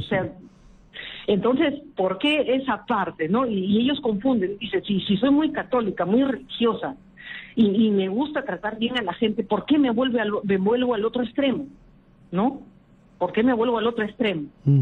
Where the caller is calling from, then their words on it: Magdalena del Mar, Lima, Peru; de Magdalena.